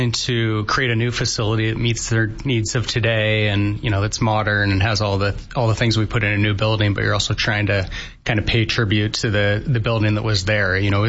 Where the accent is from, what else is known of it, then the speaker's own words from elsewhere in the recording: Bend, Oregon, United States; I grew up in Bend